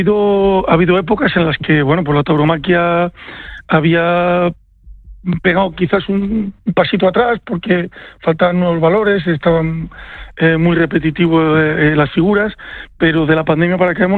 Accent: Castile and León, Spain; en la comunidad de Castilla y León, donde somos originarios de Valladolid

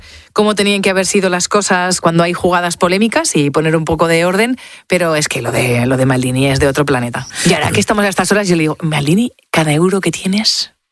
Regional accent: Autol, La Rioja, Spain; also born or lived in Quel; yo soy de Autol y de Quel, que son dos pueblos, uno a 5 kilómetros del otro, y que tienen hasta distinto acento, distintas palabras, distintos platos.

